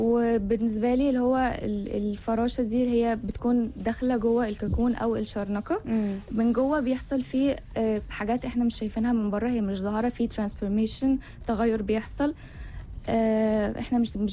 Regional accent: Egypt; وانا بس من مصر.

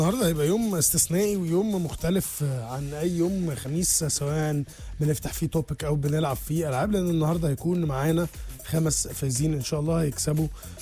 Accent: Egypt; التاريخ وحضاره بلدنا

